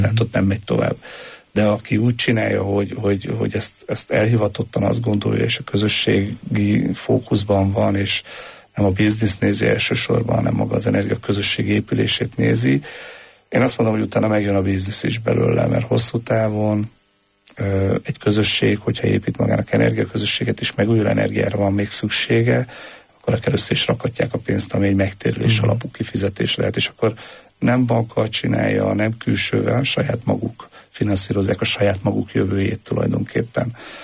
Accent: Hungary; mert ugye szintén magyarok vagyunk

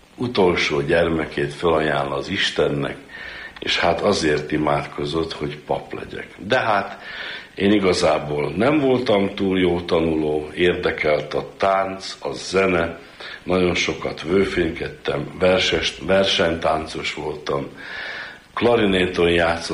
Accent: Trnava Region, Slovakia; én felvidéki magyar vagyok, Galánta környékéről, pontosan Nátszegről, a község neve.

